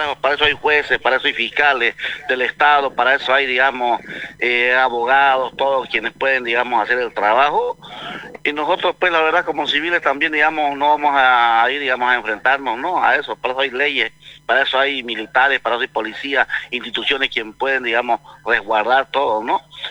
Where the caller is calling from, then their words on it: Bolivia; Somos bolivianos, digo yo, y entre bolivianos no podemos estar peleando